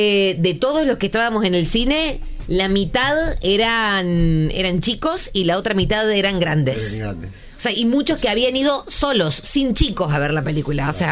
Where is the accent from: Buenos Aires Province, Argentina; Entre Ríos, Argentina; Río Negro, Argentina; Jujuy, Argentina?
Jujuy, Argentina; now in Mendoza, Argentina; Soy Jujeño, radicado hace muchos años en Mendoza.